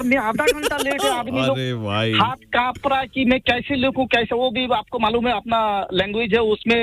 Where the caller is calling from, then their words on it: Bangladesh; मैं बांग्लादेश से हूँ एक्चुअली